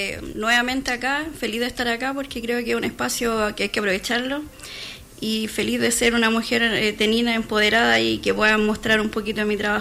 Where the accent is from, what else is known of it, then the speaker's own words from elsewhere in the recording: Curicó, Maule, Chile; moved away as an adult; now in Teno, Chile; Yo vengo de Curicó, hace 15 años que vivo acá en Teno. Me trajo el amor, me vine enamorada por acá